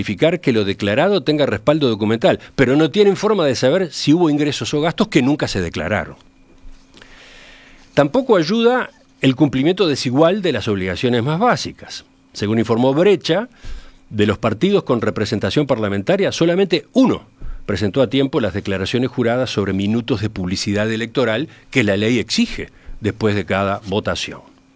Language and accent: Spanish; Uruguay; yo como ciudadano, como uruguayo, ¿qué estoy subsidiando ahí?